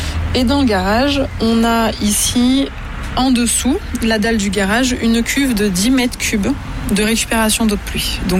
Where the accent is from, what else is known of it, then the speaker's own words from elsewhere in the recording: Perpignan, Occitanie, France; moved away; moi je suis de Perpignan, mes parents sont là-bas